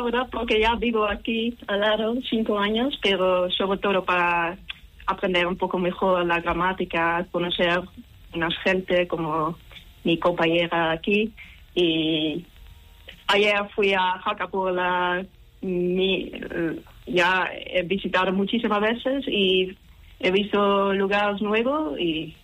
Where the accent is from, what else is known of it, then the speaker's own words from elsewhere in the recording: Belgium; Spanish is a second language; Sí, soy de Bélgica.